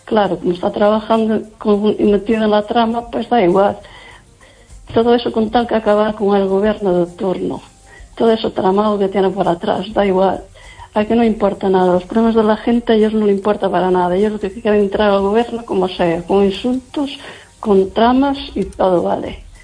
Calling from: Lugo, Galicia, Spain

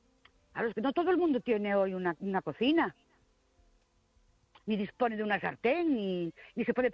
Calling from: Ourense, Galicia, Spain; Buenas noches … de Orense otra vez.

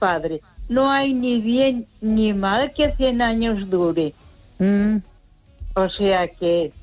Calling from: Ponferrada, Castile and León, Spain; de Ponferrada.

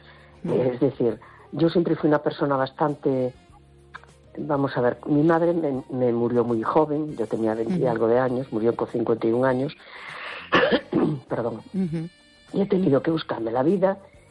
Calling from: A Coruña, Galicia, Spain; de la Coruña.

